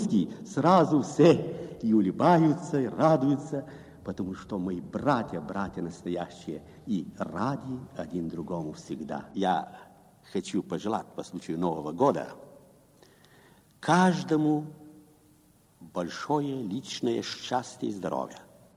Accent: Sofia, Sofia City, Bulgaria; Russian is a second language; Когда я скажу, что я из Софии, я болгарин

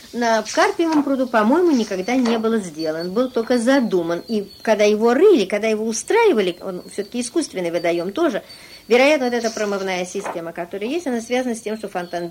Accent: Saint Petersburg, Russia; Я родилась в Ленинградке, коренная ленинградка, и очень люблю свой город.

